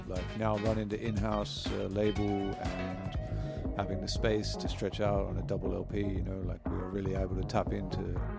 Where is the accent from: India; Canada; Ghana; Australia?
Australia; Melbourne, Victoria; moved away as an adult; now in Berlin, Germany; So me and my partner Lewis on the label, we're both from Melbourne, Australia.